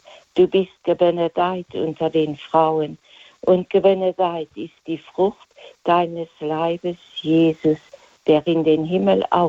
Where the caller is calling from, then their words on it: Luxembourg; aus Luxemburg.